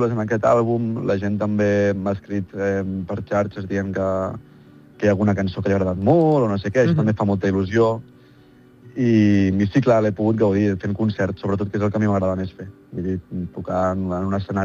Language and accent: Catalan; Terrassa, Catalonia, Spain; born there; moved away as an adult; now in Lleida, Spain; sóc nascut a Terrassa, ara tinc 28 anys, i m'he mudat a Lleida fa un any i mig.